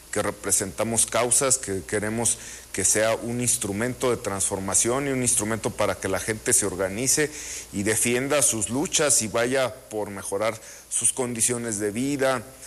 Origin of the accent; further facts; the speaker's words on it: Morelia, Michoacán, Mexico; Soy de Morelia, yo estudié en la secundaria técnica número 3, la que está frente al zoológico.